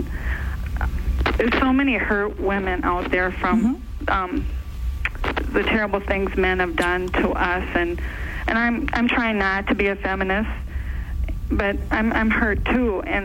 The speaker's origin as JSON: {"language": "English", "region": "Minnesota", "country": "United States", "said": "I'm from Minnesota, Mother."}